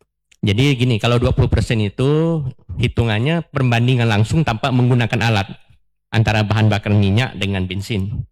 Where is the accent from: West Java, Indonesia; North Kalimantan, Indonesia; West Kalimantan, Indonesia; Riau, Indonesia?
West Kalimantan, Indonesia; Ini kan daerah saya. Jadi masa di luar Kalimantan sudah banyak kan. Kita bantu daerah sendiri